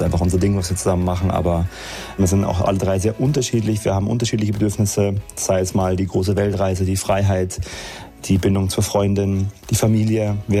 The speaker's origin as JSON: {"language": "German", "town": "Munich", "region": "Bavaria", "country": "Germany", "said": "weil ich auch halber Australier bin und ja, wir als Münchner Giesinger Band raus in die große Welt starten konnten."}